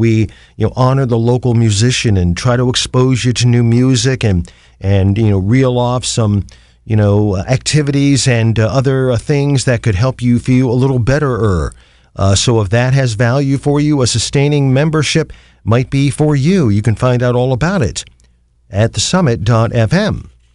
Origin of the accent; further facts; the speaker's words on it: Canton, Ohio, United States; Non-commercial public radio for Akron in my hometown of Canton, the Hall of Fame City at 91.3 FM